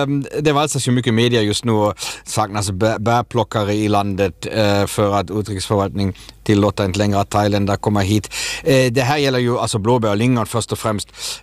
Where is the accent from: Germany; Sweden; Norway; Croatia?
Germany; now in Finland; Jag växte upp med jordgubbar i Tyskland och tyckte att de var jättegoda. Men sen kom jag till Finland